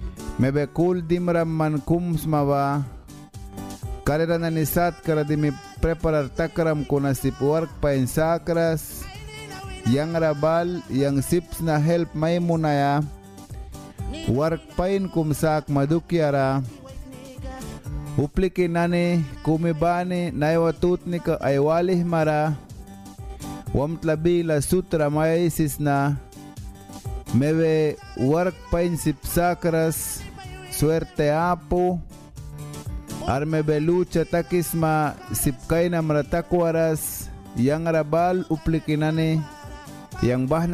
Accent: Waspam, North Caribbean Coast Autonomous Region, Nicaragua; first language Miskito; Spanish is a second language; yo me vine de mi comunidad de Huaspán porque aquí en la Ciuna hay mucho gente hechicero

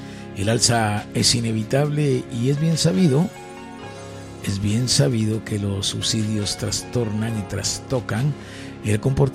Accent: Guatemala; hay que recordar de que somos guatemaltecos, de que somos un país pobre

